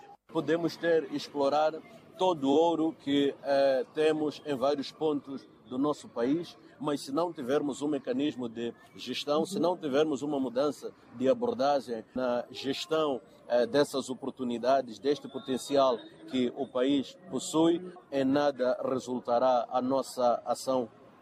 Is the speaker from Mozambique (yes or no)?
yes; Mozambique; tentam a todo custo promover práticas que contrariam as normas, os costumes e contrariam os nossos valores enquanto moçambicanos.